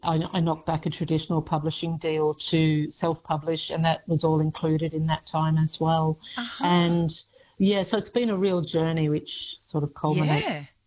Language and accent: English; Tamworth, New South Wales, Australia; I grew up in Tamworth, and drought really shaped my teenage years.